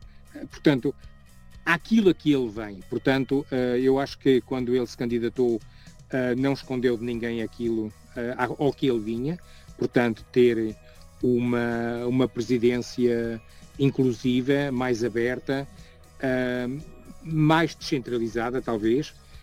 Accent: Portugal; now in Germany

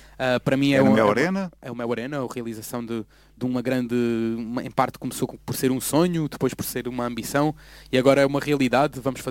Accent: Alentejo, Portugal; born there; acabar no meu Alentejo, como sempre

